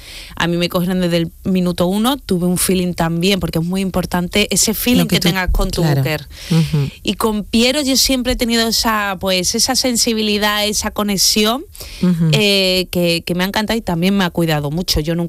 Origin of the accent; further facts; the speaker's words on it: Spain; siendo española